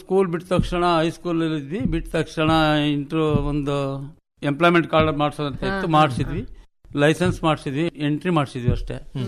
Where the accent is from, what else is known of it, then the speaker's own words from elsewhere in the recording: Hassan, Karnataka, India; ಊರು ನಮ್ದು Haasan city, first block Rajaghatta.